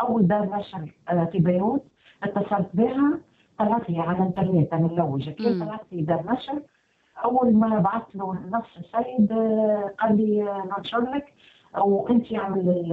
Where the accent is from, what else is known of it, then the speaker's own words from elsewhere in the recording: Tunisia; moved away as an adult; now in Europe; أنا كي جيت خارجة معناها من تونس،